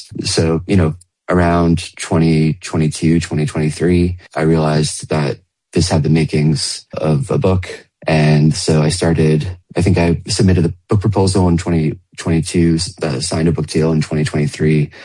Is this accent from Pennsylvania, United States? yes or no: yes; Gettysburg, Pennsylvania, United States; was actually back in my hometown in Gettysburg, Pennsylvania.